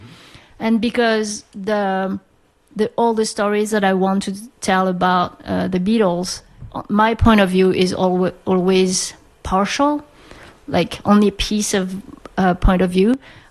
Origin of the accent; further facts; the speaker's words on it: French Polynesia; moved away as an adult; now in United States; I come from Tahiti, French Polynesia. Tahiti is a very tiny island in the middle of the Pacific Ocean.